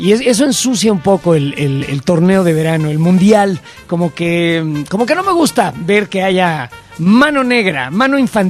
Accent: Spain; soy un ciudadano español y tengo muchas ganas de ver el día de hoy a la Furia Roja triunfar sobre los belgas

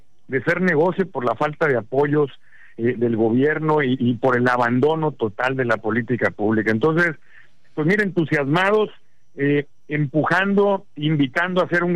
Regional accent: Sinaloa, Mexico; como somos los sinaloenses

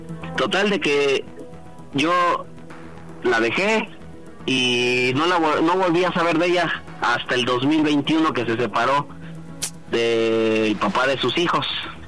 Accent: Mexico City, Mexico; De la Ciudad de México, tengo 36 años.

